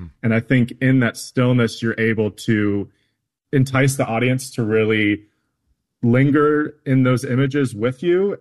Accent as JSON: {"language": "English", "town": "Minneapolis", "region": "Minnesota", "country": "United States", "tie": "born or raised there", "said": "reconnect with my Ojibwe identity. And it's my father's side that I have that. And, I didn't grow up in the reservation. I grew up in the Twin Cities."}